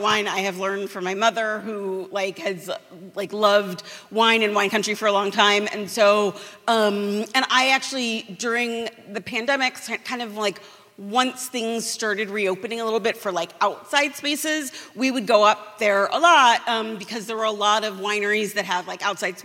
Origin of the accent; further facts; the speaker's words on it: California, United States; But also I grew up in California